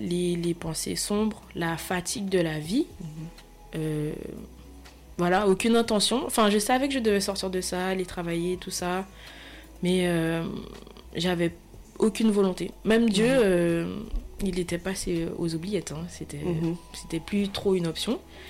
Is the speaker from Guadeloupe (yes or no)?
yes; Guadeloupe; j'ai grandi en Guadeloupe avec mes parents et tout.